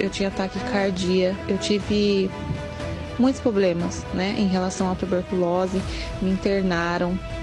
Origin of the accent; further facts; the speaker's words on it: Sorocaba, São Paulo, Brazil; eu sou de Sorocaba.